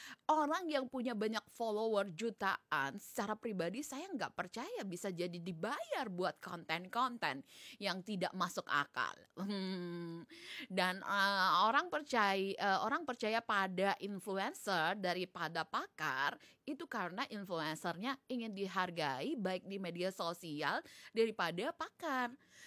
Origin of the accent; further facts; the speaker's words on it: North Sumatra, Indonesia; Kalau di kampung aku di Sumut sama di Jakarta, di kampung aku masih lebih dipercaya tetua, tokoh adat, tokoh agama